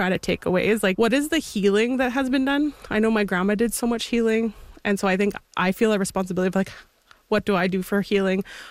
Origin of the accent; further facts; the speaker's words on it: Winnipeg, Manitoba, Canada; So my family, we're from Pikishish Cree Nation on Treaty 4 territory, so in Saskatchewan, but I was born and raised in Winnipeg, and I also am Métis